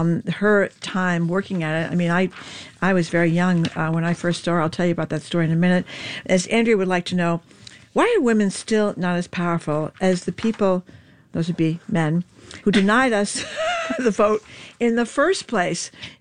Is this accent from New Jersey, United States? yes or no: no; Fall River, Massachusetts, United States; when I was a teenager, somewhat of an airhead, you know, growing up in Fall River